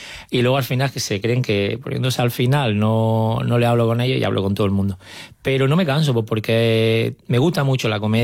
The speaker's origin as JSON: {"language": "Spanish", "town": "Almería", "region": "Andalusia", "country": "Spain", "said": "Y a mí también me encanta Almería, actuar en Almería. Aunque sea mi tierra, como juego en casa, me gusta mucho."}